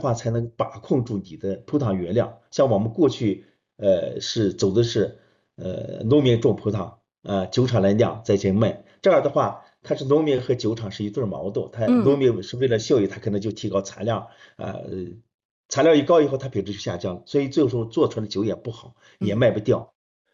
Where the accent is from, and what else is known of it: China